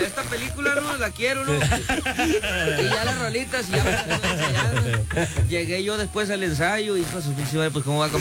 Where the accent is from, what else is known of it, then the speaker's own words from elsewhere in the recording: Santa María de los Ángeles, Jalisco, Mexico; Soy de Jalisco, Santa María de Los Ángeles, Jalisco.